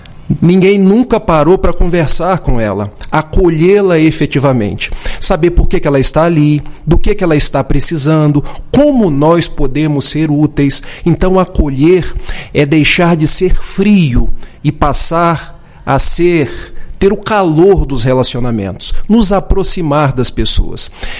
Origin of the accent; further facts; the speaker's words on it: Itaperuna, Rio de Janeiro, Brazil; born there; now in Niterói, Brazil; sou nascido em Itapiruna, norte do estado do Rio de Janeiro, mas hoje moro em Niterói.